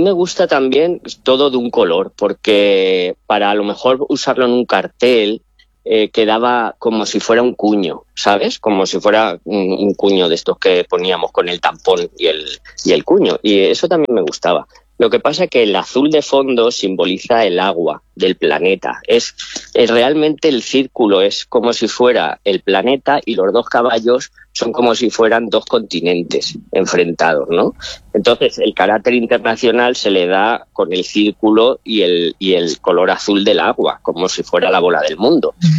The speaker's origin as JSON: {"language": "Spanish", "country": "Morocco", "said": "Pero en el fondo soy marroquí."}